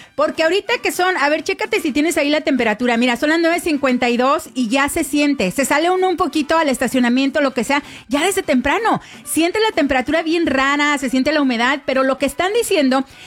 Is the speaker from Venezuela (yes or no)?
no; Durango, Mexico; la raza que somos de Durango